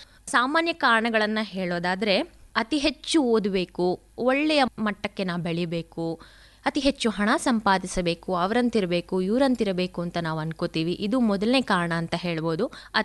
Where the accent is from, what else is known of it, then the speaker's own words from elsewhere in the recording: Mysuru, Karnataka, India; ನನ್ನ ಊರು ಮೈಸೂರು.